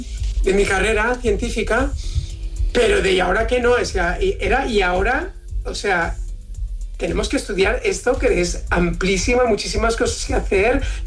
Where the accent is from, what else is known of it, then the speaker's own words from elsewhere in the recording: Valencian Community, Spain; como buen valenciano nos tenemos que corregir y puntualizar mucho